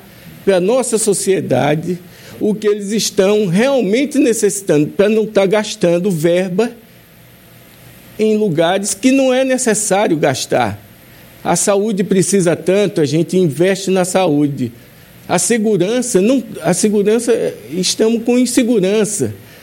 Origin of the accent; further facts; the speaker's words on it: Alagoas, Brazil; Eu quero trazer para nós, alagoanos, uma mudança.